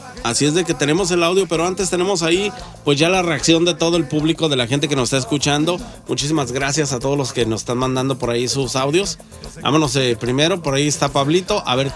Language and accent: Spanish; Ecuador; moved away; Ok, buenas noches, yo soy de Ecuador y ella todo lo paga.